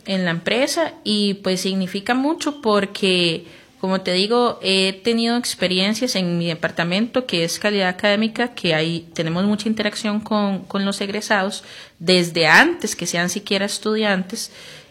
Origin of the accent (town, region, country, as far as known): Costa Rica